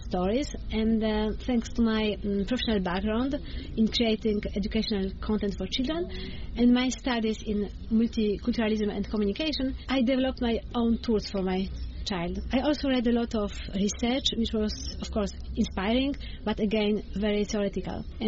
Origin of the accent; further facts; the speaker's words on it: Poland; first language Polish; English is a second language; as you said, Polish is my mother tongue